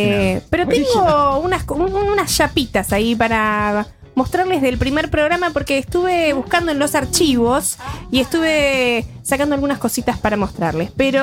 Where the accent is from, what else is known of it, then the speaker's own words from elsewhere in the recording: Luján, Buenos Aires Province, Argentina; now in Oslo, Norway; No soy de Córdoba, soy de Luján, provincia de Buenos Aires.